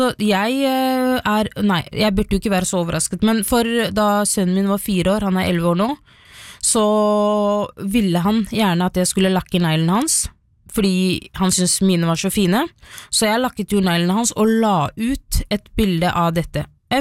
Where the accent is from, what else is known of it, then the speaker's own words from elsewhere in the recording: Somalia; now in Norway; folk vet at jeg er somalier.